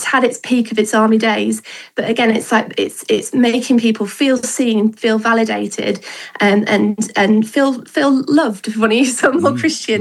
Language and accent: English; United Kingdom; now in Farnborough, United Kingdom; I grew up just outside of Sheffield in the Peak District. I now live in Farnborough, which is on the Hampshire-Surrey borders.